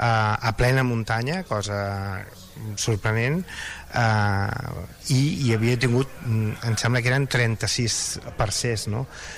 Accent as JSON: {"language": "Catalan", "region": "Catalonia", "country": "Spain", "said": "soc, el meu pare era andalús i jo estic aquí i ja soc un català més, no?"}